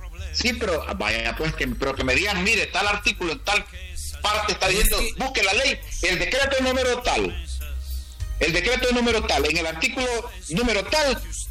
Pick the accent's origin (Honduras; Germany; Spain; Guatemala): Honduras; Si soy un hondureño común y corriente, hombre.